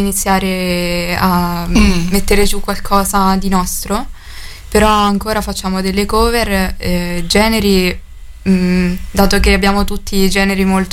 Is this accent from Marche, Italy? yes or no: yes; Macerata, Marche, Italy; Io sono di Piediripa